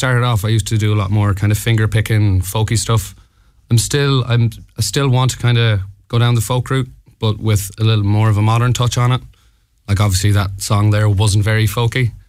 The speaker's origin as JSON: {"language": "English", "town": "Ballinrobe", "region": "Connacht", "country": "Ireland", "said": "I'm from Ballinrobe, County Mayo."}